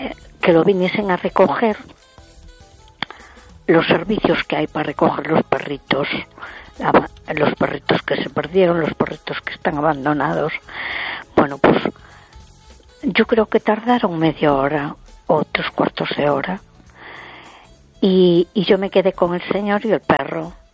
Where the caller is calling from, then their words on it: A Coruña, Galicia, Spain; de Coruña.